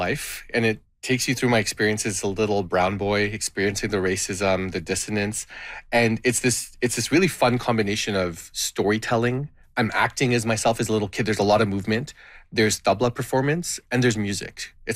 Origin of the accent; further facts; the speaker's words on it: Canada; born there; first language Gujarati; English is a second language; That's my mother tongue. Even though I'm born in Canada, my first language was Gujarati.